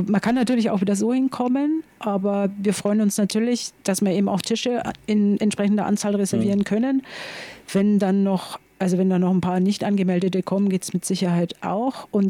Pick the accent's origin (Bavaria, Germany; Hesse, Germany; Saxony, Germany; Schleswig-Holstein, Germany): Bavaria, Germany; wir kommen beide aus der Oberpfalz.